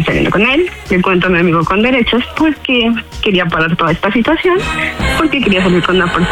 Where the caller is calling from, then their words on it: State of Mexico, Mexico; Tengo 36 años y soy del Estado de México.